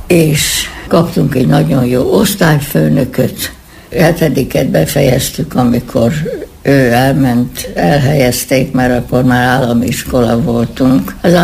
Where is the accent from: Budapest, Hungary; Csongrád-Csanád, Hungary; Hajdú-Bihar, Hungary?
Hajdú-Bihar, Hungary; Debrecen; Én debreceni vagyok, itt születtem Debrecenben.